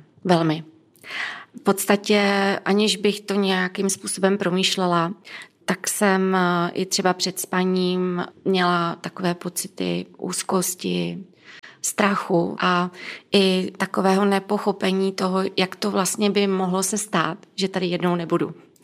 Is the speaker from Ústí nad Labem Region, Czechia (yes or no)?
yes; Duchcov, Ústí nad Labem Region, Czechia; protože jeden z nich je konkrétní kaplička blízko města, kde bydlím, já jsem z Duchcova